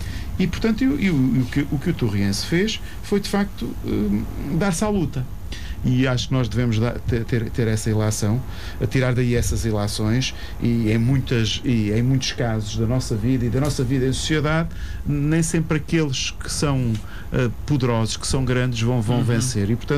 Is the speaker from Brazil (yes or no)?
no; Portugal; da nossa essência enquanto português.